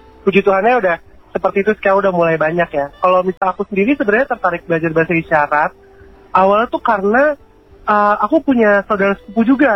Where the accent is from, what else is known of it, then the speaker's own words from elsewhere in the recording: Jakarta, Indonesia; first language Indonesian; bahasa ibu aku, yaitu bahasa Indonesia yang aku kan lahir besar di Jakarta kan ya.